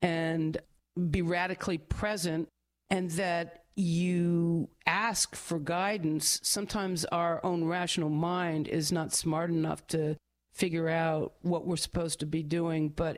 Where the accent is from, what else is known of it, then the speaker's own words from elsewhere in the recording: New York, United States; but we grew up on the North Shore of Long Island where they were very, very wealthy people.